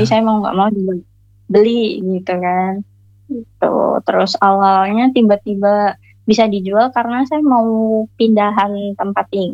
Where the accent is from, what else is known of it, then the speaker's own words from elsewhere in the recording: East Java, Indonesia; Saya dari Jawa Timur.